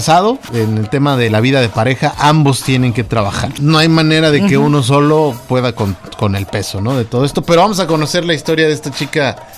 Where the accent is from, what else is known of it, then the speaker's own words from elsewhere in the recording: Mexico; como buenos mexicanos nunca nos dejamos atrás